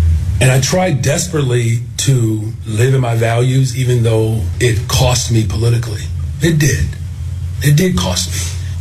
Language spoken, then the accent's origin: English; Chicago, Illinois, United States; But if that's the only thing as a Chicagoan, especially as a black Chicagoan, if that's the only coverage that you are experiencing